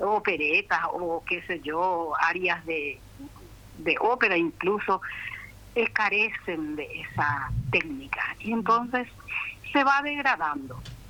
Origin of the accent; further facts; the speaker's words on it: Buena Vista, Caazapá, Paraguay; born there; moved away; yo vengo del interior también, de casa, peña.